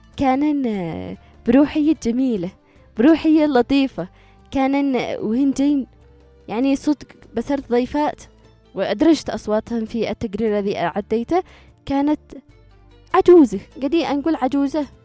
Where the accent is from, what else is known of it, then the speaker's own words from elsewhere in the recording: Sanaa, Amanat Al Asimah, Yemen; عندنا في صنعاء